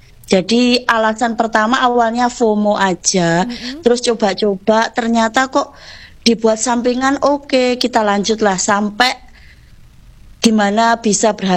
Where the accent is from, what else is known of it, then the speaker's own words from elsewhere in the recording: Tuban, East Java, Indonesia; saya Tuban